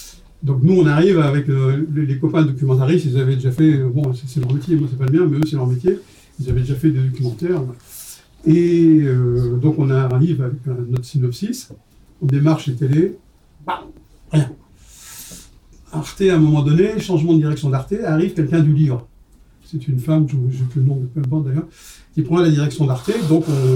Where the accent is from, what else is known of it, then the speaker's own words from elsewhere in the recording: Lyon, Auvergne-Rhône-Alpes, France; On n'est pas parisien, on est lyonnais. Pourquoi des Lyonnais vont faire un documentaire sur quelqu'un qui est parisien